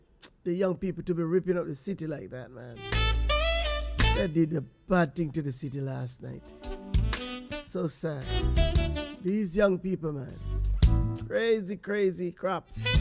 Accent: Jamaica; I'm not sure about the entire Caribbean community, but I know we as Jamaican, you know, my mother, my grandmother, you know, wake up this time of the morning.

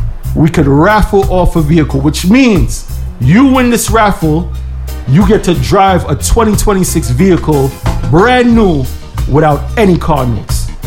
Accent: New York, United States; I'm definitely proud to say I'm from New York.

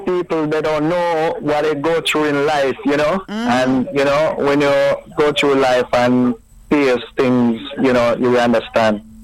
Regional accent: Clarendon, Jamaica; We grow from East Clarendon. He's from Top Hill, I'm from Lower Hayes.

